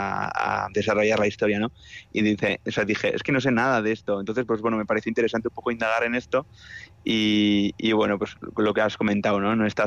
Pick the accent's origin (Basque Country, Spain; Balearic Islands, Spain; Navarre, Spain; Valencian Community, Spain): Navarre, Spain; yo soy de Navarra, yo soy del norte y bueno, pues la muga la tenemos muy cerca. Y evidentemente, pues bueno, mis ancestros, pues hay contrabandistas